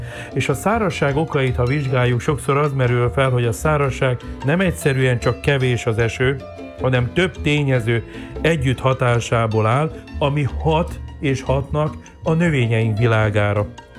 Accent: Földeák, Csongrád-Csanád, Hungary; born there; szülőfalumra, földákra gondolok

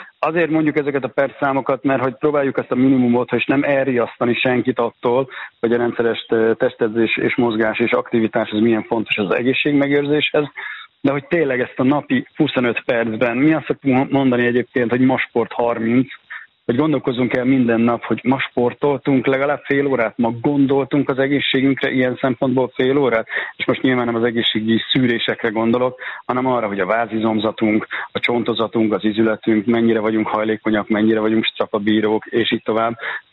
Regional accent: Szeged, Csongrád-Csanád, Hungary; born there; jövő héten is jövök vissza Szegedre. Igaz, hogy a szülővárosom

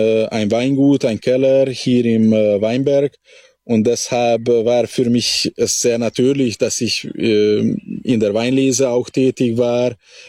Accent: Hajós, Bács-Kiskun, Hungary; ich stamme aus Harschad. Das ist ein schwäbisches Dorf im Komitat Braneu.

